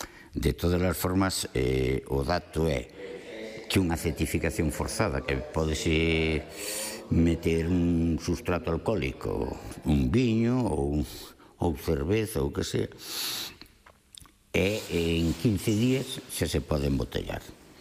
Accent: Galicia, Spain; o feito de chamar vinagres do Ribeiro é porque eu son do Ribeiro. E a minha palabra Ribeiro ten moito valor e moito significado. Eu nací nun pobo

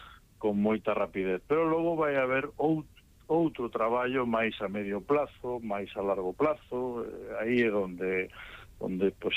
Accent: Galicia, Spain; now in A Coruña, Spain; Bueno, eu son mariñán de Lugo, fun abonado do Brogán, vivo na Coruña

